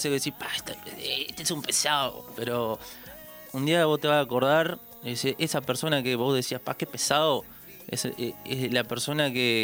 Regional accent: Artigas, Uruguay; also born or lived in Caraguatá, Tacuarembó; Soy de Caraguatá, de Tacuarembó, criado en Artigas, en la cuna de la música.

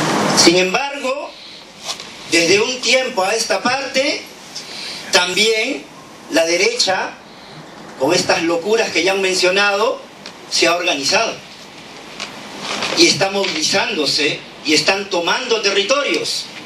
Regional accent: Peru; En mi país, Perú, sucede exactamente igual.

